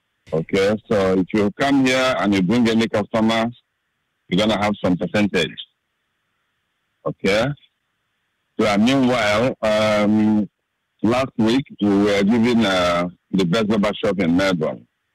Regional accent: Nigeria; now in Footscray, Australia; I'm from Nigeria. I live in Footscray.

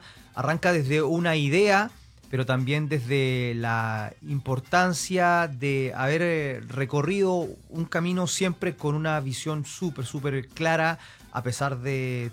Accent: Chile; now in Nevada, United States; yo soy chileno.

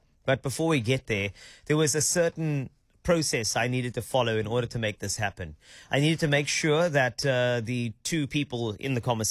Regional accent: Cape Town, Western Cape, South Africa; I'm from Cape Town

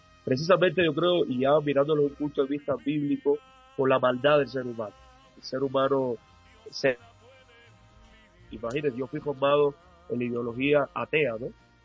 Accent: Cuba; moved away as an adult; now in Colombia; los cubanos tenemos la música en la sangre. Como el colombiano también. Entonces yo, llegando a Colombia, ya en Cuba lo había hecho. Llegando a Colombia, actualmente trabajo como músico

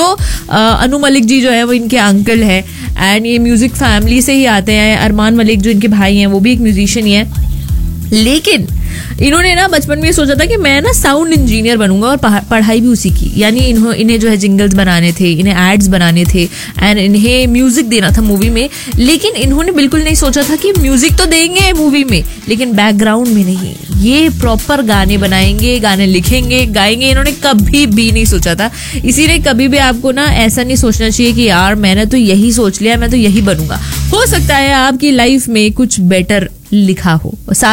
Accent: Bhopal, Madhya Pradesh, India; now in Qatar; मैं ना भोपाल से हूँ

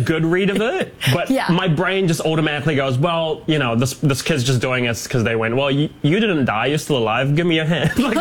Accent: New Zealand; moved away as an adult; now in Toronto, Canada; I think we have similar sensibilities growing up in New Zealand and Canada.

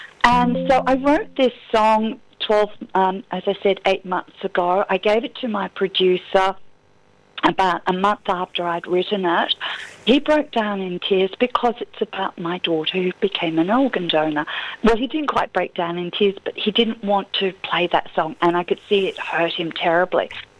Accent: Barwon Heads, Victoria, Australia; my hometown in Barwon Heads, Ocean Grove, Geelong. It's a beautiful area

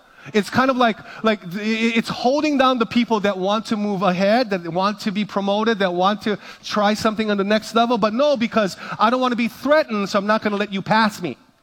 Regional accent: Hawaii, United States; In Hawaii, we ask, what high school you went to?

